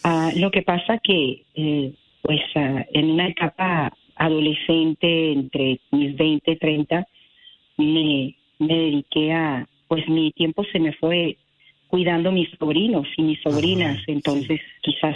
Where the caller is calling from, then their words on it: Phoenix, Arizona, United States; Yo vivo en Phoenix, Arizona.